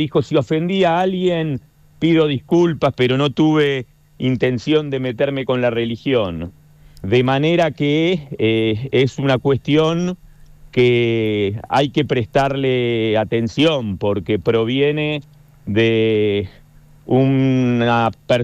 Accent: Argentina; nosotros somos argentinos y profesamos la religión judía

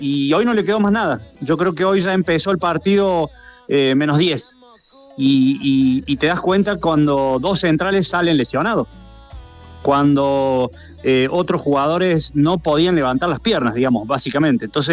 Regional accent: Argentina; triste como cualquier argentino en este momento.

